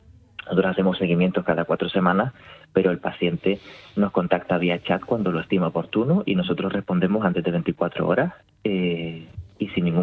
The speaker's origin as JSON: {"language": "Spanish", "region": "Canary Islands", "country": "Spain", "accent": "Canarian", "said": "Con mi acento canario igual puede pasar desapercibida esa Z.es."}